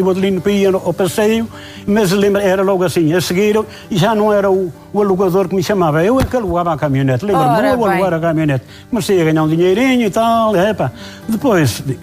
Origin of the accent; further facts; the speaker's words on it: Santa Maria da Feira, Aveiro, Portugal; Ora, sou de Santa Maria da Feira, para ir para Arouca